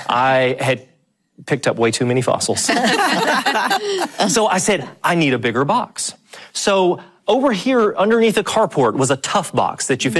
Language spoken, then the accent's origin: English; Tennessee, United States; from where I grew up in Middle Tennessee